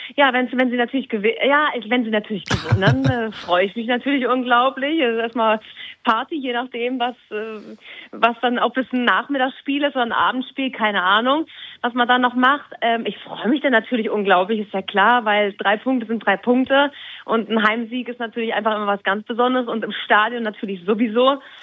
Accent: Northern Germany, Germany; Gut, ich bin natürlich da aufgewachsen. Das ist meine Heimat. Meine Family sind da, meine Freunde sind da.

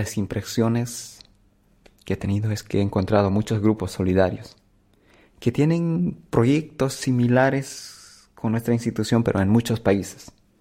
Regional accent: Bolivia; mi familia y los bolivianos

